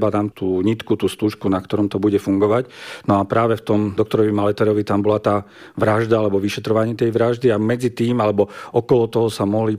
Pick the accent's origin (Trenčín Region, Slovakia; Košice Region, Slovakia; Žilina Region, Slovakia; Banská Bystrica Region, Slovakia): Košice Region, Slovakia; Spišská Nová Ves; moved away as an adult; also born or lived in Nálepkovo; now in Prešov, Slovakia; Prešov, tak tam už je, no pomaly to bude 30 rokov, ale vždy na víkendy chodím do Spišskej Novej Vsi a keď sa ma niekto opýta, že skade som, tak som do Spišskej Novej Vsi.